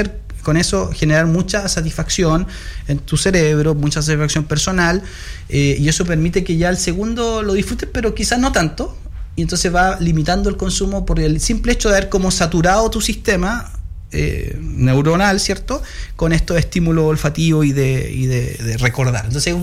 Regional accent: Chile; Como buen chileno hay que bailar cueca.

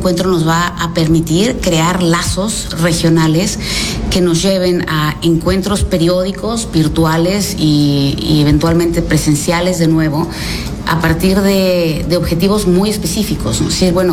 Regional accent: Mexico; Y para prueba, pues soy la única mexicana aquí

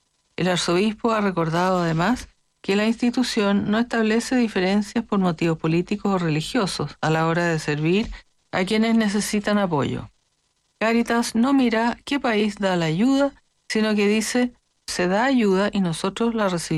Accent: Uruguay; Santo Padre, lo esperamos, venimos de Uruguay.

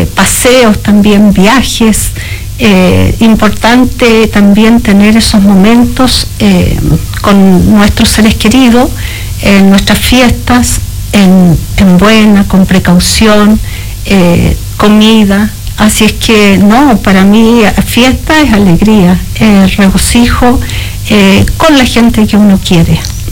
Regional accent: Osorno, Los Lagos, Chile; Yo soy de Osorno, sí, he tenido experiencias en el campo

